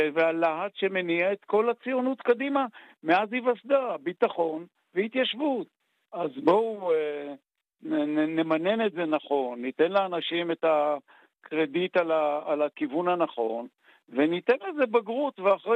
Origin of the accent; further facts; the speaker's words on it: Ein Gev, Northern District, Israel; born there; תקשיב, אני נולדתי בקיבוץ עין גב. קיבוץ עין גב, בזמן שאני נולדתי, היה הקצה המזרחי של מדינת ישראל, מעלינו סורים, מלפנינו סורים ומאחרינו הכנרת.